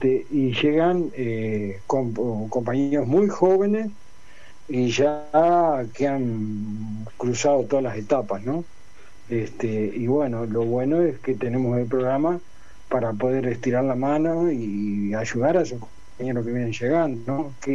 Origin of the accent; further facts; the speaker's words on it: Uruguay; now in Spain; Como uruguayo, como mi formación, los viejos, aquellos que me recibieron, para mí son dioses, ¿no?